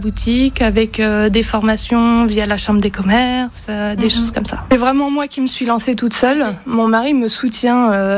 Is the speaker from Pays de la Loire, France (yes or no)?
yes; Pays de la Loire, France; moved away as an adult; now in Saint-Gilles-Croix-de-Vie, France; Je viens de la Sarthe. On est dans la région depuis 3 ans